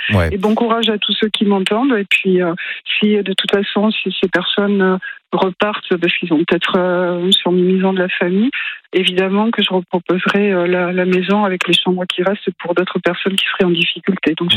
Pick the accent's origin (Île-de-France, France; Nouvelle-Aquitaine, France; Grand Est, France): Nouvelle-Aquitaine, France; nous on est du Lot-et-Garonne, mais on a une maison secondaire